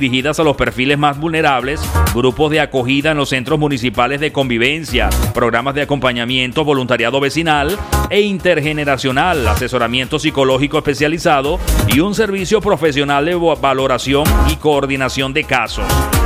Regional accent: Venezuela; moved away as an adult; now in Spain; Yo cuando me vine de Venezuela, que ya voy a cumplir 2 años acá en España, yo había dejado a mi madre allá en Venezuela

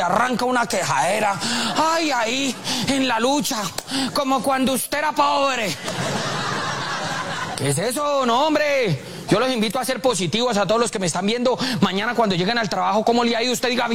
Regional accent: Bucaramanga, Santander, Colombia; now in Bogotá, Colombia; en Santander, yo soy de Bucaramanga, mano, la ciudad más linda del planeta

